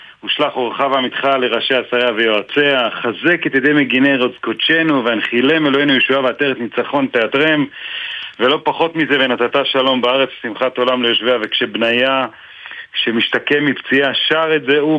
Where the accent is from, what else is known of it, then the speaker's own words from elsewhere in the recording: Beit El, West Bank, Palestine; אבל אני בן בית אל בילדותי, ואחד מילדי בית אל